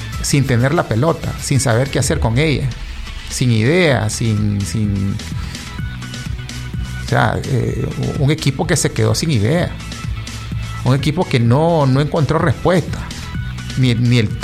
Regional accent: Nicaragua; Y soy Nica y me gusta bastante el fútbol

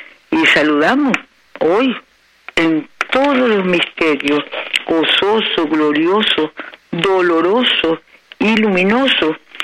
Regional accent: Nicaragua; also born or lived in Niquinohomo; Nacimos y crecimos en esta Nicaragua nuestra, en nuestros hogares y familias llenos de fe y devoción.

